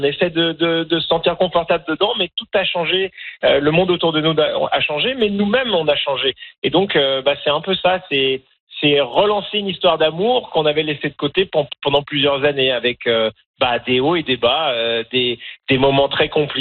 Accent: France; moved away as an adult; now in Canada; j'ai un accent qui n'est pas forcément l'accent de tous les franco-canadiens. Je suis originaire de France. Cela dit, ça va faire une vingtaine d'années, 20 ans que je vis au Canada, et si on me demande moi où est ma maison, c'est le Canada.

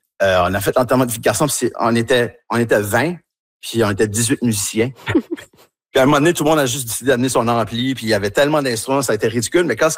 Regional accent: Niagara Falls, Ontario, Canada; born there; Je suis né en Ontario, à Niagara Falls, en Ontario, chez les anglophones. C'est une famille francophone de parents très fiers

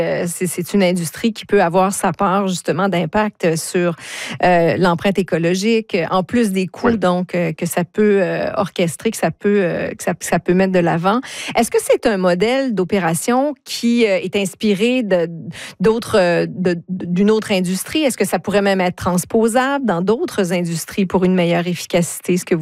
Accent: New Brunswick, Canada; chez nous, au Nouveau-Brunswick

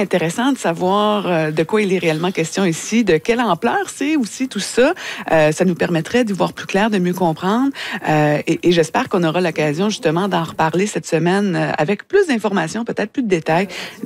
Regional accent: Shawinigan, Quebec, Canada; Ben, je suis originaire de Shawinigan.

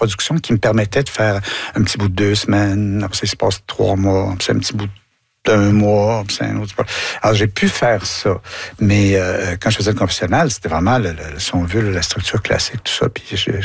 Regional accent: Quebec, Canada; montrer, en tant que Québécois, ce que les mots veulent dire à des anglophones

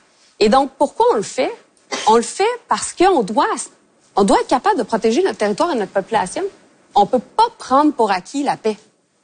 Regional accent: Montreal, Quebec, Canada; Moi, je suis montréalaise, là. Donc, c'est sûr, j'ai un parti pris.

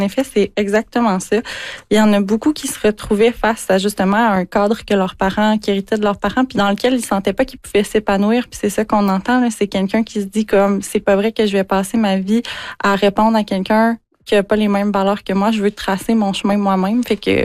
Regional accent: Quebec, Canada

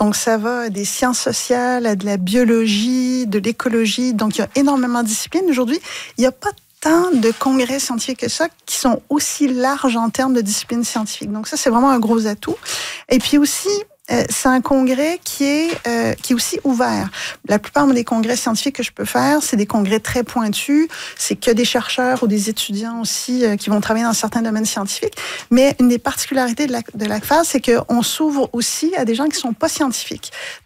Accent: Trois-Rivières, Quebec, Canada; J'ai grandi à Trois-Rivières. Donc, c'est un moment particulier pour moi d'y revenir.

